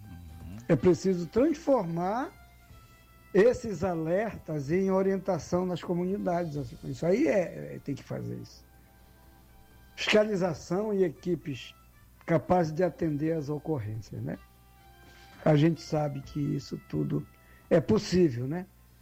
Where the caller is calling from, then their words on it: Pará, Brazil; Aqui pela região do Baixo Amazonas, oeste do Pará, né?